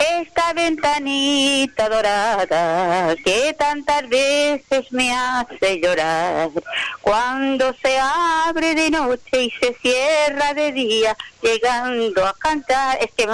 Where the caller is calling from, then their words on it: Sant Jordi, Balearic Islands, Spain; som una dona de Sant Jordi, que té 80 i pico d'anys.